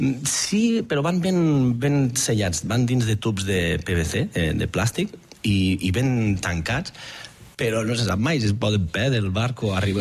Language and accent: Catalan; Batea, Catalonia, Spain; Jo de Batea, que som de secar